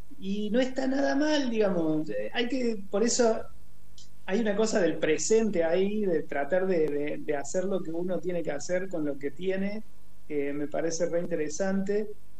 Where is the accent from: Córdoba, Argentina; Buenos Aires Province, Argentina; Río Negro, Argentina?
Córdoba, Argentina; yo soy de Córdoba.